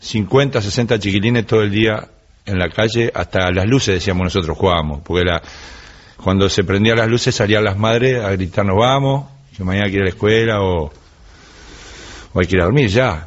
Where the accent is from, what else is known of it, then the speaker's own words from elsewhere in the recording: Uruguay; hoy hay más de 500 murgas en mi país.